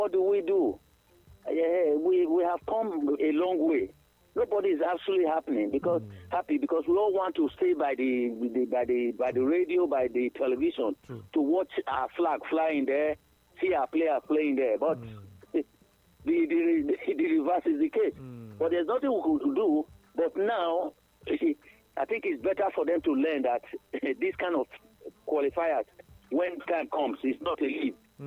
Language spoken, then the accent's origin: English; Nigeria; I was, as a Nigerian, I must tell you the truth.